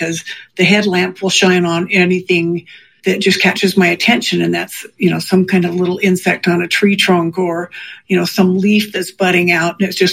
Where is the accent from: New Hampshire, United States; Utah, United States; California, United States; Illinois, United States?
Utah, United States; Lehi; now in Salt Lake City, United States; I grew up in Lehigh when it was all, and that's just, what, 30 miles north of Provo or 20 miles north, and it was all open space and agricultural lands at that point, truly.